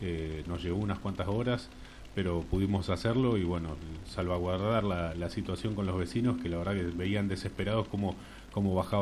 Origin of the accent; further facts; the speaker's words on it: Junín de los Andes, Neuquén, Argentina; los que somos de Junín